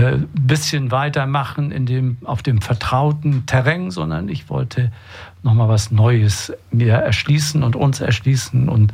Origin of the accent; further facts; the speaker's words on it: Bokel, Germany; born there; ich bin in Bokel geboren, als Bauernsohn, Erstgeborener.